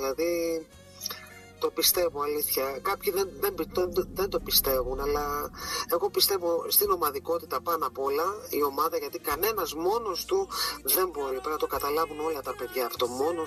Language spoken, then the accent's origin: Greek; Cyprus; moved away as an adult; now in Greece; Από μικρό παιδί είμαι από την Κύπρο, ξεκίνησα από την Κύπρο, έτσι. Τα οδεία μου, τις σπουδές μου στο εξωτερικό, ήρθα Ελλάδα στα 23